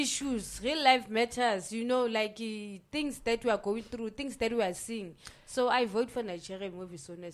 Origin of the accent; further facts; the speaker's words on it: South Africa; South Africans, we all about money.